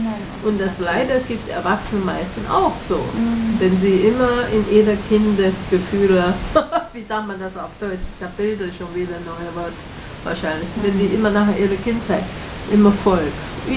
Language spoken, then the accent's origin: German; Taiwan; German is a second language; Und jetzt sehe ich, was Taiwan, ich komme aus Taiwan, und Taiwan, junge Leute, sag mal, durchschnittlich ab 20-Jährige, die sind alles in der Uni gegangen